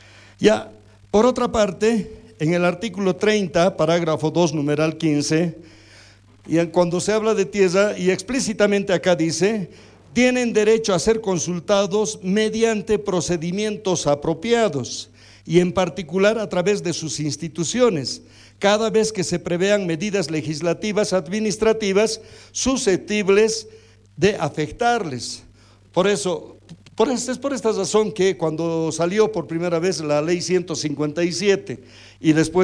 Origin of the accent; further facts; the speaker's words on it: Bolivia; aquí todos somos bolivianos